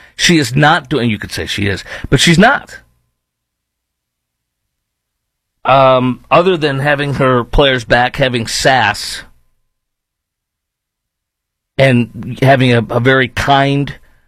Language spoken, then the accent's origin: English; Chicago, Illinois, United States; Now I grew up in Chicago during the time of the Bulls with the three-peat, the four-peat, the five-peat